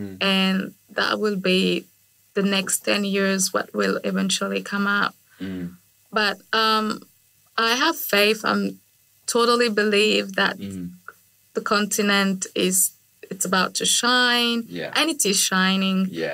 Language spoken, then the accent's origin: English; Niger; English is a second language; I grew up in Niger, and used to be a French colony, and we speak French. And growing up, my father thought it was best for me to speak the language, French.